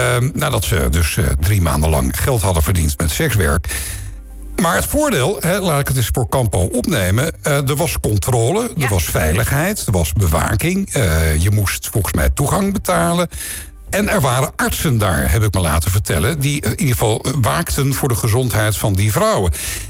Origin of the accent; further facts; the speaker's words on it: Amsterdam, North Holland, Netherlands; ik ben Amsterdammer.